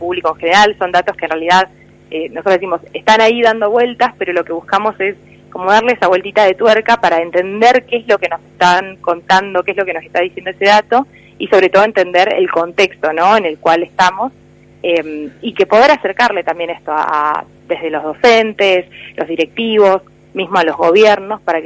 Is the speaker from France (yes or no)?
no; Argentina; a nosotros como argentinos no nos sorprende